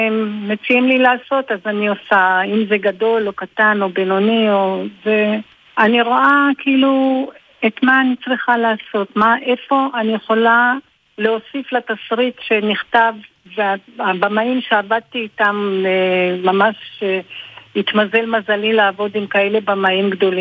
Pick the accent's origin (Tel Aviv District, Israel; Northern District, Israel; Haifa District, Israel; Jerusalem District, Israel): Tel Aviv District, Israel; Tel Aviv; accent: Bulgarian r; also born or lived in Bulgaria; שההורים שלי הגיעו לארץ ואני בת שנה, שבנו ביפו, היינו ביפו, ולאט לאט כל הבולגרים התאספו והגיעו ליפו. ואני בעצם יפו תל אביב מאז שאני קטנה.